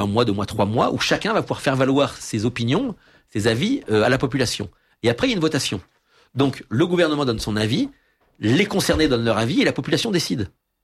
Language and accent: French; France; en tant que français de l'étranger, vous allez voir une banque française